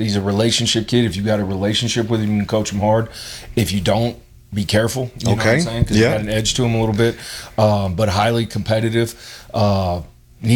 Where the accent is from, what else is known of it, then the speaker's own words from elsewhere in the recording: Phoenix, Arizona, United States; also born or lived in Flagstaff, Arizona / New Jersey / North Dakota; I'm originally born in Flagstaff, Arizona, but really grew up outside of a year or two living in New Jersey, outside of Philly. Grew up in Phoenix, Arizona, North Central Corridor.